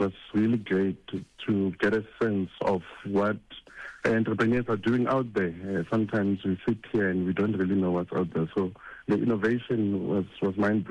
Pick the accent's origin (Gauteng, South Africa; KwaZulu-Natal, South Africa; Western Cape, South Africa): Gauteng, South Africa; Pretoria; I'm from Pretoria